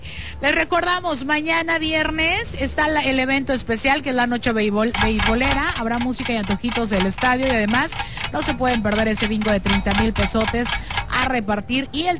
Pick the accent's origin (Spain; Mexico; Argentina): Mexico; octubre tiene una fecha que ya estamos nosotros, pues como mexicanos, ¿verdad?